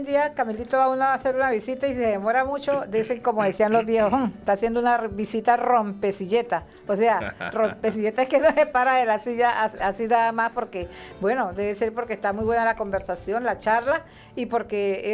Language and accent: Spanish; Los Llanos, Venezuela; yo siendo patiquina, porque soy llanera patiquina, porque me crié y nací en el pueblo y me crié en el pueblo